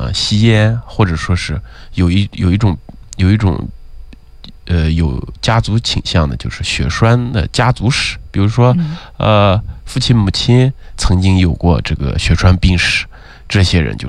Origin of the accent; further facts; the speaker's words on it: Xinjiang, China; 特别是我们新疆人，比较胖，胖的人比较多。